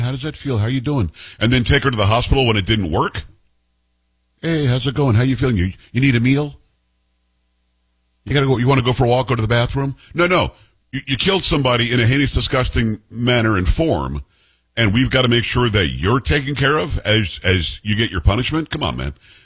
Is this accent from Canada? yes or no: no; Florida, United States; born or raised there